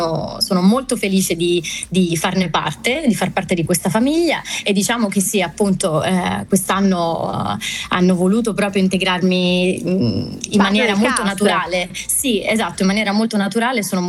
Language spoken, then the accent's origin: Italian; Sardinia, Italy; Però io sono sarda, quindi anche i sardi sono super...